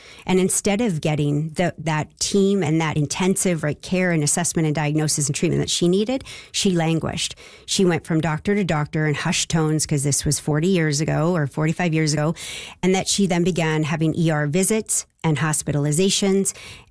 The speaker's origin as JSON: {"language": "English", "region": "British Columbia", "country": "Canada"}